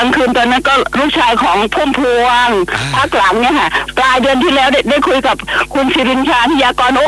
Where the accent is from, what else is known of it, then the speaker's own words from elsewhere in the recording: Maha Sarakham, Thailand; มหาสารคามอำเภอเชียงชมจังหวัดมหาสารคามผู้เกษียณ10ปีแล้วค่ะ